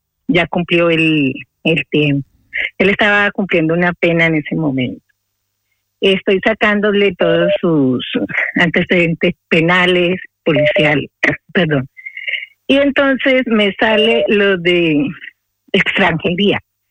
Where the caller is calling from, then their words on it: Alcalá de Henares, Community of Madrid, Spain; de Alcalá de Henares.